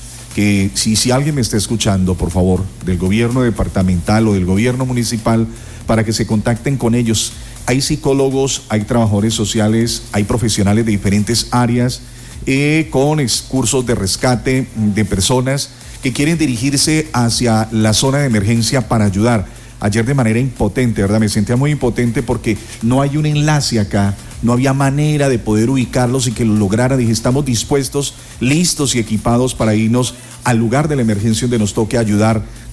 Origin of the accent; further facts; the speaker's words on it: Colombia; Todos somos colombianos